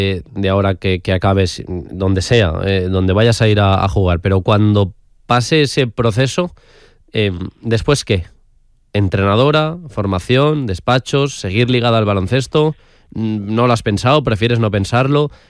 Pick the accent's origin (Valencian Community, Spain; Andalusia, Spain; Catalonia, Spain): Valencian Community, Spain; Es que yo siempre la defiendo más que, o sea, porque evidentemente soy valenciano